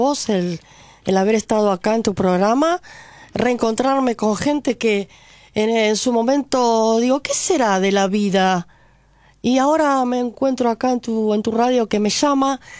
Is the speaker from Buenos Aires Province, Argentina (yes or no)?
yes; Valentina Alsina, Buenos Aires Province, Argentina; todos los que somos de Valentina Alsina